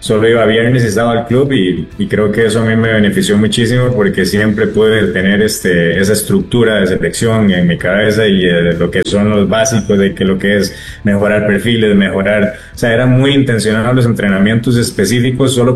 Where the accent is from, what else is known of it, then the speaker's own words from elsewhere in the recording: Costa Rica; Yo creo que el talento tico todavía está intacto